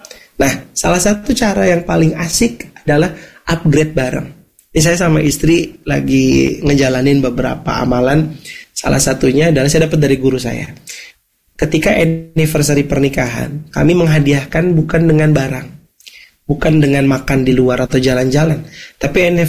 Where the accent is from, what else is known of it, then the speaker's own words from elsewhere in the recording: Pontianak, West Kalimantan, Indonesia; Pernah misalkan ikut kelasnya Ustadz mana di Bandung, kami dari Pontianak terbang, datang berkorban, uangnya kita siapin.